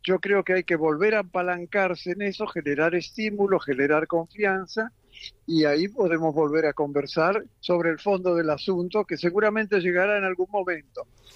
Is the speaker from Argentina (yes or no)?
yes; Argentina